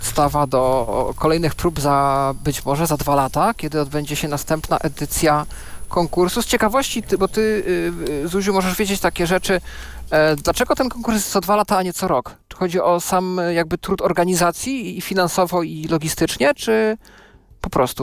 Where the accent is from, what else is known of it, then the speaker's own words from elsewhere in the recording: Silesian Voivodeship, Poland; I ja ze swojej strony mogę jako Ślązak tylko powiedzieć, że wpadnijcie do Ostrawy